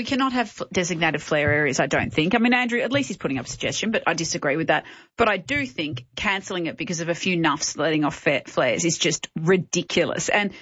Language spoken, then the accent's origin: English; Melbourne, Victoria, Australia; born there; I was born in Kew. I forget the name of the hospital. I think it's shut now, but I was born in Kew.